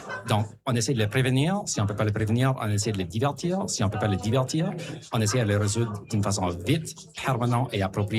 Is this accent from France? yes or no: no; Moncton, New Brunswick, Canada; Comme moi, j'ai grandi à Moncton, j'ai parti, j'ai revenu.